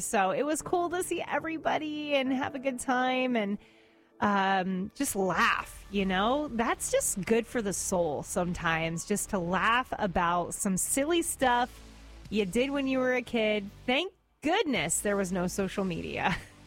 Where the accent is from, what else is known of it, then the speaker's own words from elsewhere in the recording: Brooksville, United States; I grew up in Brooksville, so it was a smaller town than it is now, even smaller than it is now.